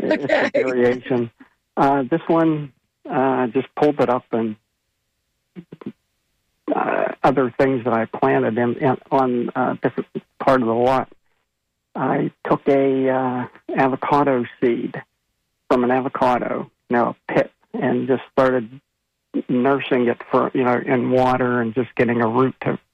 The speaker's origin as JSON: {"language": "English", "town": "Pittsburgh", "region": "Pennsylvania", "country": "United States", "said": "We're from Pittsburgh, Pennsylvania, originally, and we moved down here permanently the very beginning of 2000."}